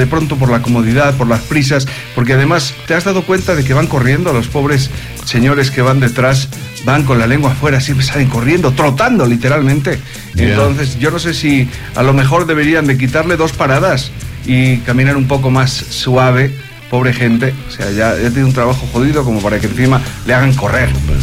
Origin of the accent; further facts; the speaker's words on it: Cuenca, Azuay, Ecuador; una ciudad como la nuestra